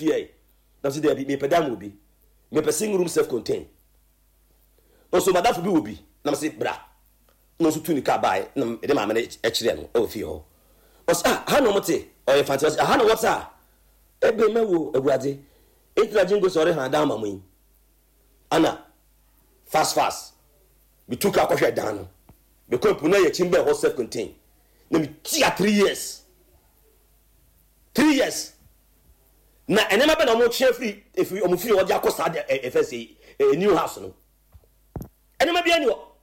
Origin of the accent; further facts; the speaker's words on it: Cape Coast, Central Region, Ghana; I'm coming from Cape Coast. A buradia. Come to Cape Coast.